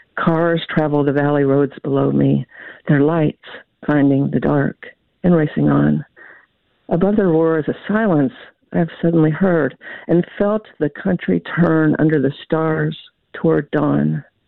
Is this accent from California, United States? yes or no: no; Kentucky, United States; accent: Kentucky; You see, hear my Kentucky accent coming through.